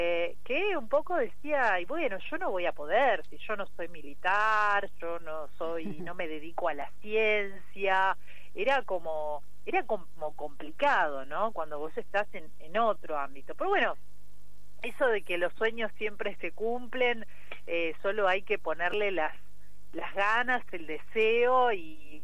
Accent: Pico Truncado, Santa Cruz, Argentina; Yo me crié en Pico Truncado, en la provincia de Santa Cruz

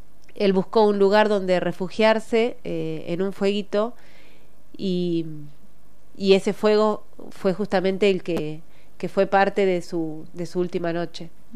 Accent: Chubut, Argentina; Sí, de mi Tuún, claro. Mi tierra originaria, sí.

